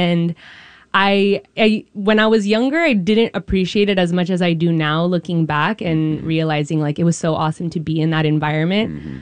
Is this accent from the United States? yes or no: yes; Redwood City, California, United States; also born or lived in Mexico; Yeah, I was born in Mexico to a third generation San Franciscan mother, and then I was raised mostly in Redwood City. So yeah, that did shape me a lot, and I wouldn't change anything. I liked growing up there.